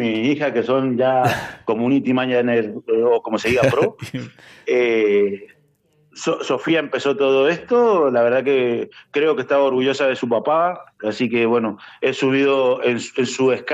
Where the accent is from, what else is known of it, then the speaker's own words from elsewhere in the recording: Guaymallén, Mendoza, Argentina; now in Spain; Pues, y tú imagínate, un mendocino de Güemayén de toda la vida.